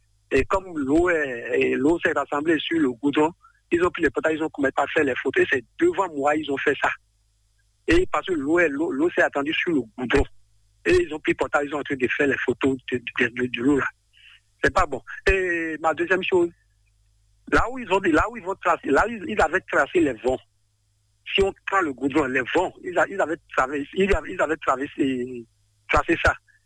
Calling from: Ouémé, Benin; depuis Azorissère, dans la commune d'Adjon.

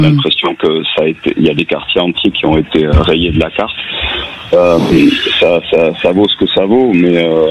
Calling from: Carcans, Nouvelle-Aquitaine, France; je suis moi-même issu de ce territoire, à quelques kilomètres de là, je suis de Carcan

